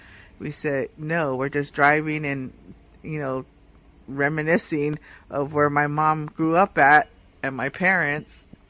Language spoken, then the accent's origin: English; San Francisco, California, United States; I grew up here in San Francisco.